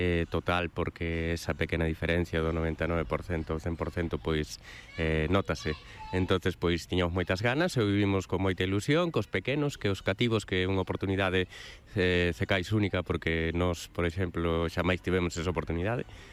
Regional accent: Vilagarcía de Arousa, Galicia, Spain; nos vimos de Vila García

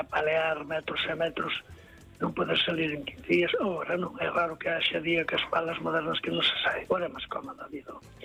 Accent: Santiago de Compostela, Galicia, Spain; eu criei-me en Santiago, meu padre foi a meu de Coruña a traballar ao Hospital Provincial, o vello de Santiago, cando se inaugurou, traballaba ali, eu nací ali, meu pai traballaba ali, tuve en contacto ali con todo o mundo, bueno, criei-me ali

